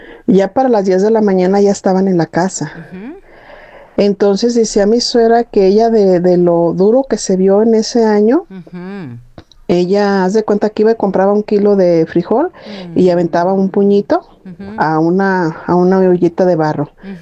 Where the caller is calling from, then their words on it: Yurécuaro, Michoacán, Mexico; Yo soy de Yurécuaro, Michoacán